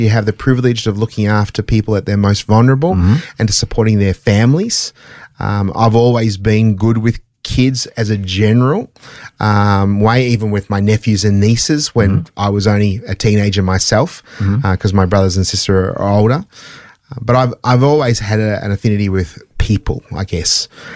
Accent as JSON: {"language": "English", "town": "Melbourne", "region": "Victoria", "country": "Australia", "tie": "born or raised there", "also_born_or_lived": "Oxford, England", "said": "So I also grew up in Blackburn. One suburb, I was in Blackburn North"}